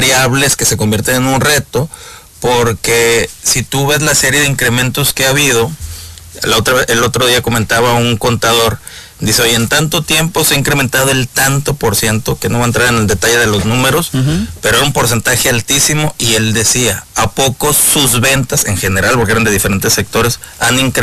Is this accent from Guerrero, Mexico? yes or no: no; Tampico, Tamaulipas, Mexico; moved away as an adult; now in Mexico City, Mexico; Yo crecí en Tampico.